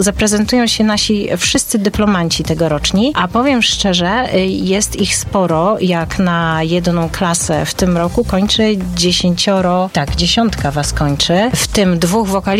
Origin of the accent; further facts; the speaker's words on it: Szczecinek, West Pomeranian Voivodeship, Poland; ja zawinęłam z powrotem do naszego miasta, czyli do Szczecinka